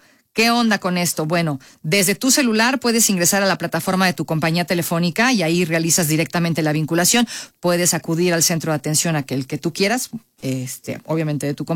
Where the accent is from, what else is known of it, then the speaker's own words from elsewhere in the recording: Mexico; como la verdad así somos todos, el mexicano y todos lo dejamos para el final